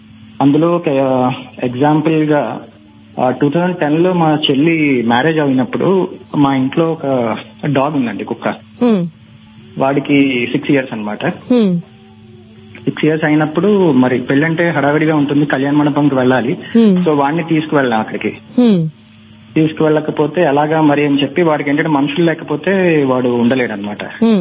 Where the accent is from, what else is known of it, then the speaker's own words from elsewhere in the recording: Visakhapatnam, Andhra Pradesh, India; now in Hyderabad, India; So నేను విశాఖపట్నం నుంచి ప్రస్తుతం హైదరాబాద్ లో జాబ్ చేస్తున్నాను.